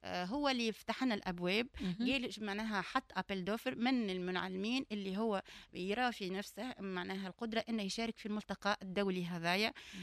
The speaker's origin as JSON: {"language": "Arabic", "country": "Tunisia"}